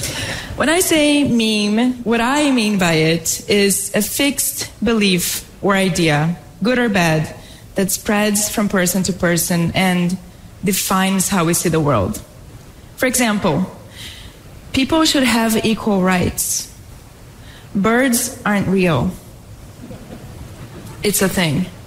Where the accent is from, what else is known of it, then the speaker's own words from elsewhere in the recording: Brazil; My wake-up call came after seeing the fires ravage the world in California, in Australia, and in my home country of Brazil.